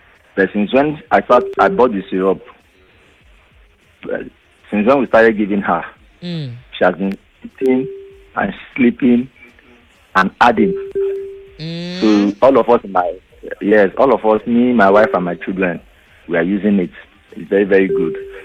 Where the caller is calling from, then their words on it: Lekki, Lagos, Nigeria; I call you from Lekki.